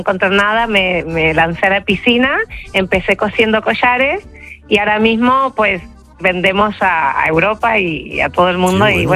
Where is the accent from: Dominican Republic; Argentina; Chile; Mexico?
Argentina; now in Seville, Spain; Sí, soy argentina, pero desde Sevilla.